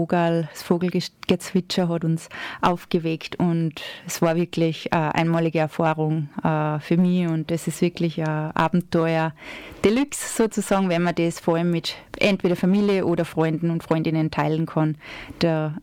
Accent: Bad Ischl, Upper Austria, Austria; now in Leogang, Austria; nämlich meine Heimatstadt ist ja Bad Ischl im Salzkammergut.

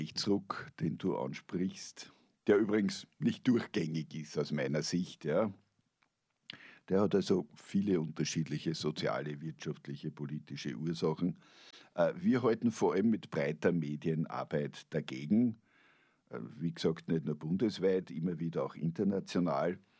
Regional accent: Austria; Da sind wir Österreicher geschichtsbedingt um einiges noch schlampiger als die Deutschen.

